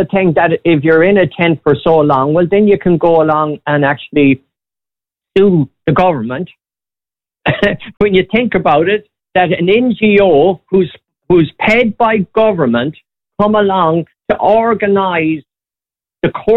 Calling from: Ireland; We're Irish.

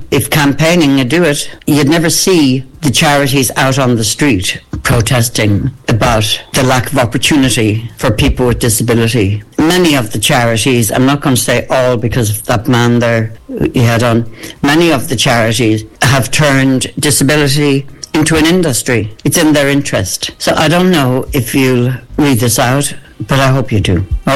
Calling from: Galway, Connacht, Ireland; I'm calling from Galway City.

